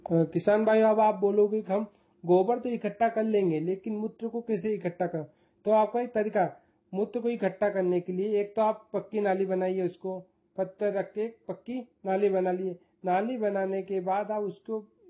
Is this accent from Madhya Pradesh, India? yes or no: yes; Dhar district, Madhya Pradesh, India; मैं ग्राम माचकंदा डिस्ट्रिक्ट धार का रहने वाला हूँ।